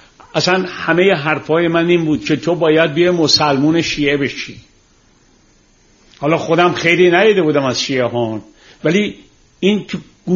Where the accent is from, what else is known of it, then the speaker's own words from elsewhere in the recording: Iran; moved away; وقتی که من از ایران اومدم بیرون در فرانسه در سال 1954 میشه 1333 شمسی